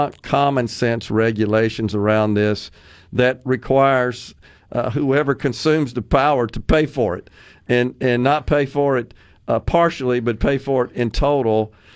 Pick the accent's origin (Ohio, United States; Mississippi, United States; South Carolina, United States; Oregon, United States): Mississippi, United States; Ridgeland; My hometown of Ridgeland